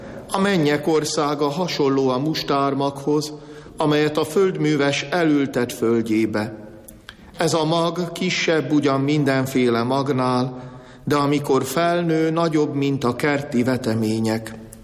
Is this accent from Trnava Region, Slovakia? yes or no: yes; Matúškovo, Trnava Region, Slovakia; born or raised there